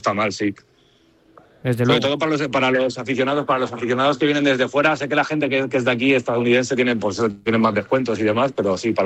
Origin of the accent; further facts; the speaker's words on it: Spain; pero ante todo soy español y me gusta mucho más nuestro país